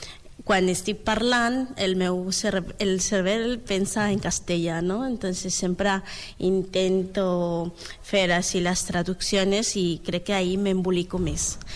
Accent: Bolivia; Catalan is a second language; moved away as an adult; now in Spain; Ah, soc boliviana.

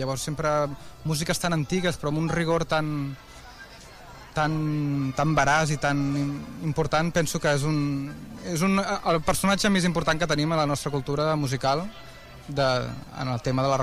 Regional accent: Sant Andreu de la Barca, Catalonia, Spain; de tant en tant poder tornar al poble on he crescut

